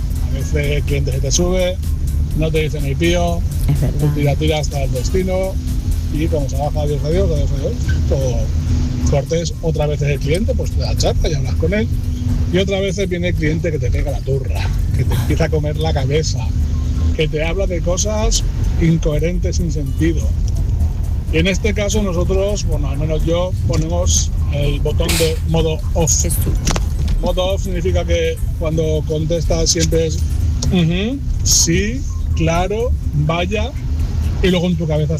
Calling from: Mallorca, Balearic Islands, Spain; Buenas tardes, programa del Yuyu. … taxista de Mallorca.

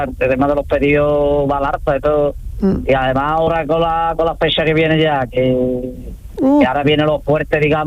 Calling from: Espartinas, Andalusia, Spain; voy para mi pueblo, para Espartina.

